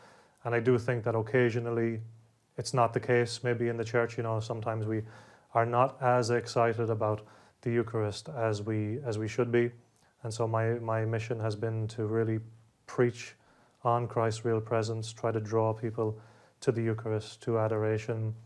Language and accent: English; Connacht, Ireland; born there; also born or lived in London, England; we moved back to Ireland, where I spent most of my life, County Sligo, northwest of Ireland.